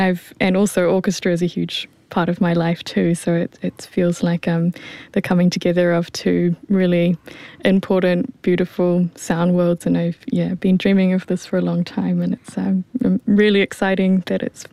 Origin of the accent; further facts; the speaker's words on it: New Zealand; My mother is from Japan, and on my father's side, I'm Pākehā of English, Irish, and French ancestry.